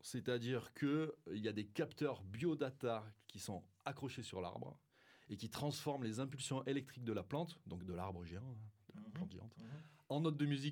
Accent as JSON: {"language": "French", "region": "Occitanie", "country": "France", "said": "parce que moi je viens des Cévennes."}